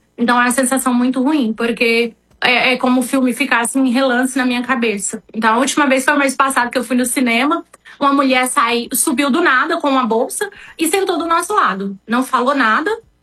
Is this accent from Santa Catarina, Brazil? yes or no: yes; Santa Catarina, Brazil; que nós somos de Santa Catarina